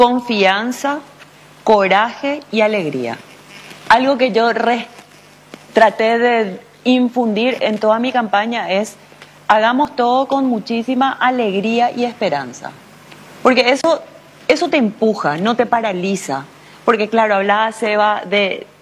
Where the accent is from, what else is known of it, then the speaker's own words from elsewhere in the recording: Asunción, Paraguay; somos asuncenos y queremos lo mejor para nuestra ciudad y para nuestras familias.